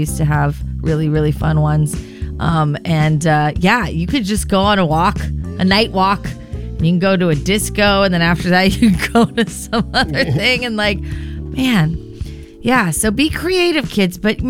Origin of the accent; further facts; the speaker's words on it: California, United States; growing up in California